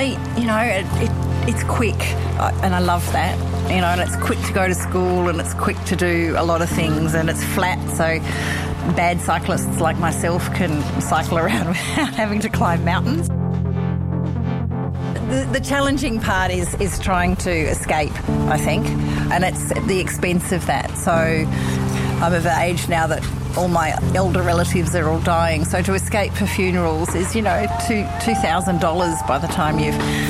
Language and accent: English; Papua New Guinea; also born or lived in Sydney, Australia; now in Australia; I was born in Sydney, but I grew up in Papua New Guinea until I went to boarding school on the Gold Coast.